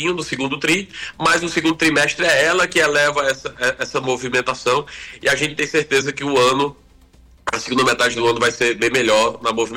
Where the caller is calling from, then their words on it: Juazeiro do Norte, Ceará, Brazil; Falo aqui diretamente do Cariri Cearense, Sávio. Juazeiro do Norte.